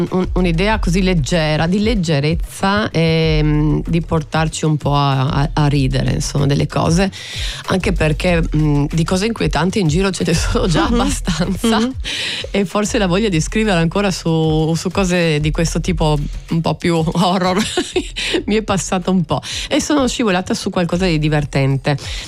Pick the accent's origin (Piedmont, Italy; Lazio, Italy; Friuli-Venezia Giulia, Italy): Friuli-Venezia Giulia, Italy; Trieste; accent: Triestine dialect; E poi il triestino, appunto, il mantenimento del nostro dialetto, per me è proprio una sorta di mission.